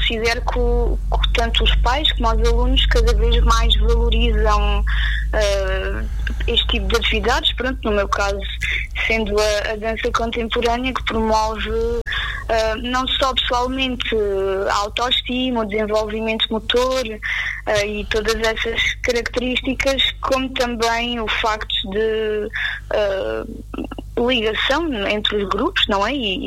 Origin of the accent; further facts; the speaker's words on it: Abrantes, Santarém, Portugal; also born or lived in Switzerland; Que eu, na altura, vim da Suíça, formei-me lá como bailarina, intérprete em dança contemporânea, e quando cheguei cá a Abrantes achei que realmente a nossa cidade estava a precisar